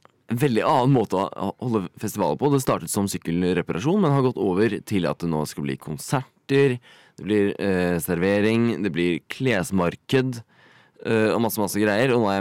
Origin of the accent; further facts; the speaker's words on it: Oslo, Norway; jeg er fra Oslo.